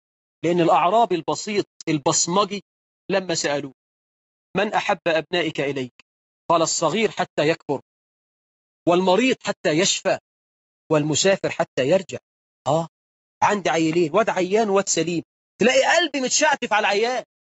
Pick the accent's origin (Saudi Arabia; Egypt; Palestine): Egypt; إحنا عندنا في مصر 9 مليون عانس.